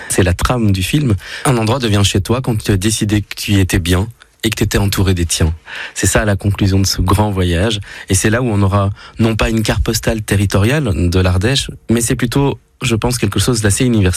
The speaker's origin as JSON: {"language": "French", "country": "Belgium", "tie": "born or raised there", "also_born_or_lived": "India", "moved": "yes", "said": "moi je suis né en Inde, j'étais adopté en Belgique, 14 000 km nous séparaient."}